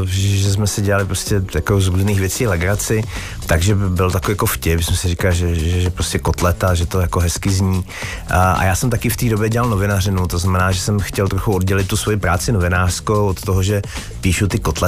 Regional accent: Sudetes, Czechia; protože jsem ze Sudet, jsem Sudeťák, prostě jsem z té oblasti, takže je to trochu takový jako vyznání rodnému kraji.

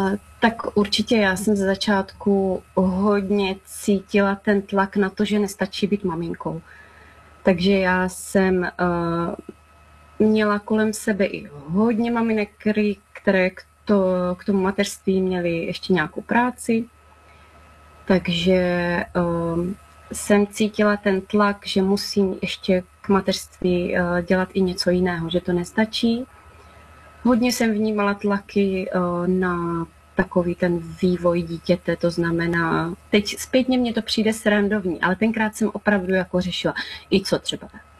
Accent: Brno, South Moravian Region, Czechia; born or raised there; moved away as an adult; now in Trpín, Czech Republic

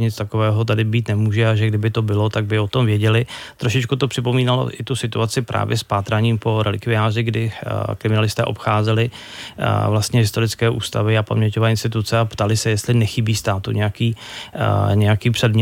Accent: Plzeň, Plzeň Region, Czechia; Tak já jsem původem z Plzně

